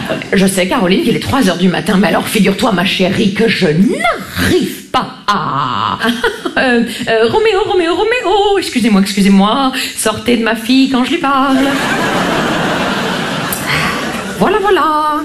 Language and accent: French; Grand Est, France; Vous savez, moi je viens des Vosges.